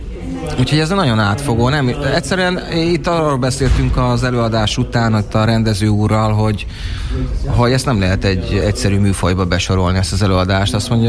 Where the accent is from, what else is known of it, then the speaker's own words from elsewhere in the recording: Budapest, Hungary; now in Austria; Érdekes, mert a legutolsó előadásom otthon Budapesten az ilyen stand-up jellegű volt